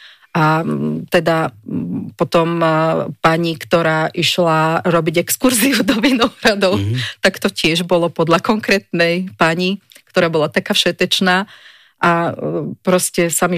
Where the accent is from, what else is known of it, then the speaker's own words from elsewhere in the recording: Modra, Bratislava Region, Slovakia; Tak ja som taký lokál patriot a možno aj tým, že teda pracujem, jednak som z Modrí a pracujem v tom múzeu